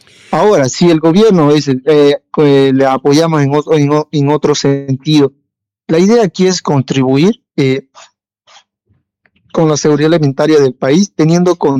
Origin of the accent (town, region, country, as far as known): Bolivia